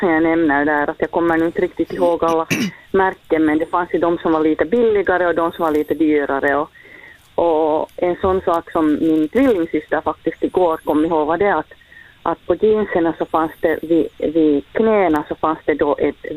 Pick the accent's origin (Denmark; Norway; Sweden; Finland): Finland; Hanko, Uusimaa; Hör du, jag har vuxit upp i Hangö